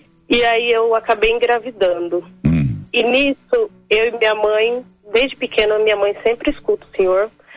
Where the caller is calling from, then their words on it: Bataguassu, Mato Grosso do Sul, Brazil; eu sou de Bataguaçu, mas eu moro na fazenda.